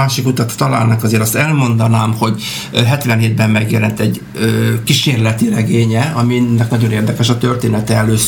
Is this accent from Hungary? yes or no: yes; Hungary